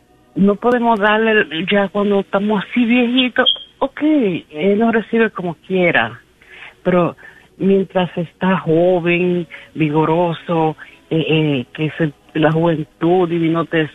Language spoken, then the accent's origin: Spanish; Dominican Republic; Yo ahorita estaba hablando con mi hermana, yo soy dominicana